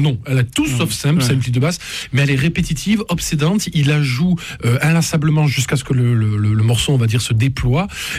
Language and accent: French; Toulouse, Occitanie, France; Oui, on est Toulousain.